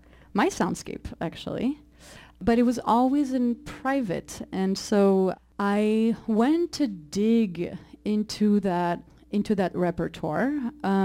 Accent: Paris, Île-de-France, France; And I grew up in Paris listening and hearing a lot of Moroccan, North African, Middle Eastern music.

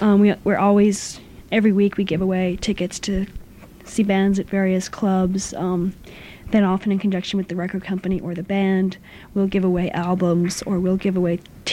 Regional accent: Boston, Massachusetts, United States; now in New York, United States; Yeah, I think I'm from Boston

